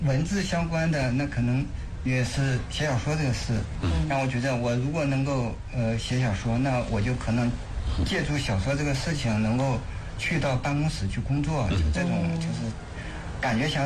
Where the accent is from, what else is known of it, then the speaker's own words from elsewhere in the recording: Heze, Shandong, China; 当我以故乡菏泽曹县作为题材以后